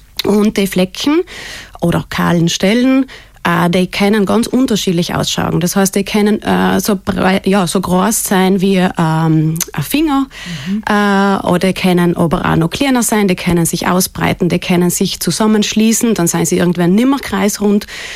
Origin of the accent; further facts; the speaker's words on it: Schnals, Trentino-Alto Adige, Italy; Ich bin gebürtige Schnalztalerin, sogar aus dem Pfossental, von Vorderkas.